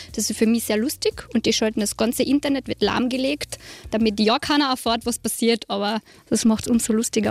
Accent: Carinthia, Austria; natürlich … als Kärntnerin gehört auch dazu.

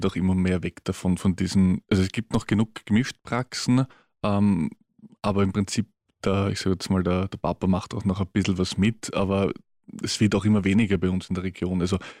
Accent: Loreto, Burgenland, Austria; also born or lived in Mödling / Gumpoldskirchen; Genau, also wir sind geboren eigentlich in Mödling, dann mit Umzug zuerst Gumpoldskirchen, dann nach, also das Haus steht irgendwo in Loreto, gehört aber eigentlich zu Leiterbrodersdorf.

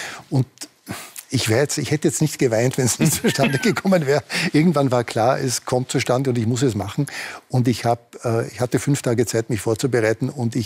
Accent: Innsbruck, Tyrol, Austria; im Olympischen Dorf in Innsbruck in einer Baugrube, wo ich aufgewachsen bin.

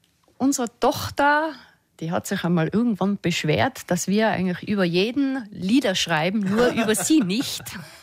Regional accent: Götzens, Tyrol, Austria; Aus Götzens.

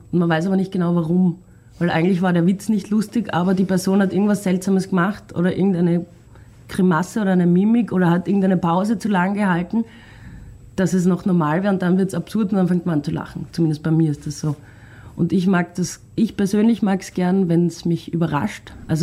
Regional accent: Graz, Styria, Austria; moved away as an adult; now in Vienna, Austria; Und dann sind wir beide aus Graz, und wir sind nach dem Bachelor beide nach Wien gezogen.

